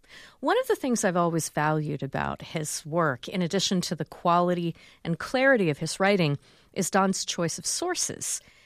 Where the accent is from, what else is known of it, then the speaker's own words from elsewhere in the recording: Ohio, United States; And I was growing up in Ohio, and I was working as a studio engineer at WOSU in Columbus.